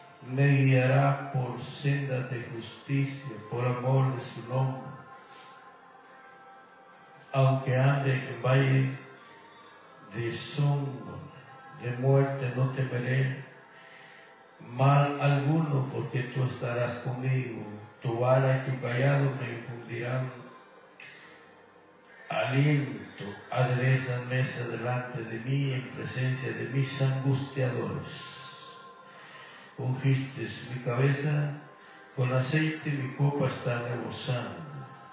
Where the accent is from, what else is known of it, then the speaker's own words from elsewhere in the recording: Guatemala; moved away; Guatemala, mi tierra natal.